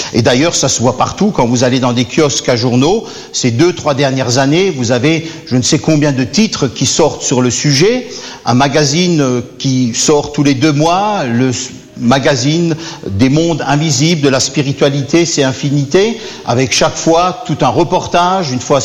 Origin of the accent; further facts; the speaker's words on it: Strasbourg, Grand Est, France; Il fait bien doux chez vous, bien agréable par rapport à l'est de la France, Strasbourg, d'où je viens.